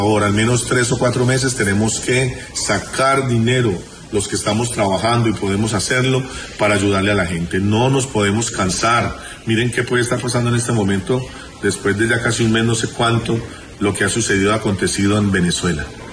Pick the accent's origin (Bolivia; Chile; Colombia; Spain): Colombia; Antioquia; now in Cali, Colombia; A mí me dicen, ¿usted dónde es? Yo le digo, yo soy antioqueño con corazón vallecaucano. Llevo 27 años y de verdad que amo a Cali con locura.